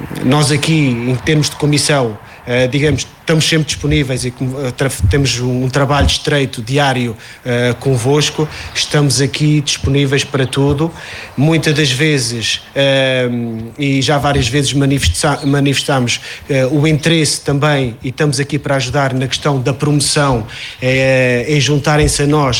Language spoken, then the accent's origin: Portuguese; Proença Nova, Centro, Portugal; também sou de cá, embora trabalhe numa adega da região norte da Beira Interior, em Figueira de Castelo Rodrigo, mas eu sou daqui, sou de Proença Nova